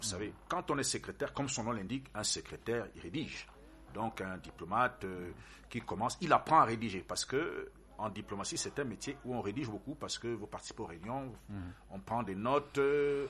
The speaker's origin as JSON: {"language": "French", "town": "Paris", "region": "Île-de-France", "country": "France", "tie": "born there", "said": "Comme je suis né en France"}